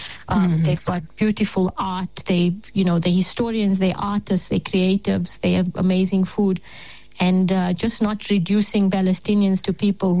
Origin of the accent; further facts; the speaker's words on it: South Africa; being South African now with, you know, with all the court case and all of those things that, you know, they associate South Africans with.